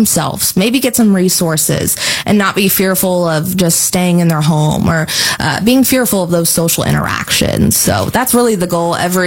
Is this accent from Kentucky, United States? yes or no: no; Indiana, United States; now in Indianapolis, United States; So I'm from Southern Indiana, close to Louisville. So getting to move up here to Indianapolis